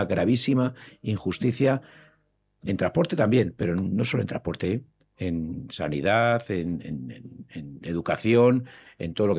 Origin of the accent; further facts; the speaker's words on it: Community of Madrid, Spain; que es que somos madrileños de pleno derecho